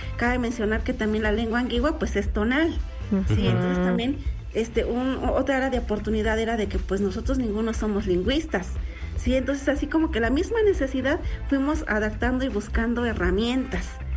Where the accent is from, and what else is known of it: San Luis, Puebla, Mexico; Spanish is a second language